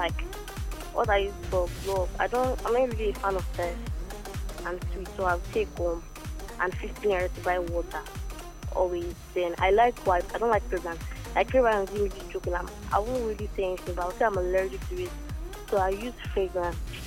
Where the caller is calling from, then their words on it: Borno, Nigeria; I'm from Borno.